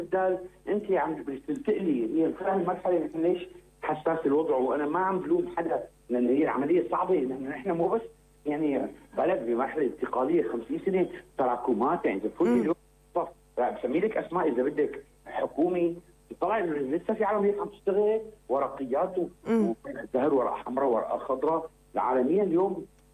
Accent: Syria; انا كسوري

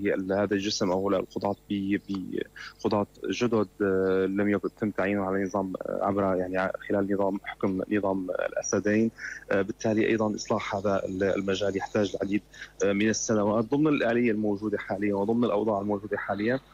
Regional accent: Syria; now in Paris, France

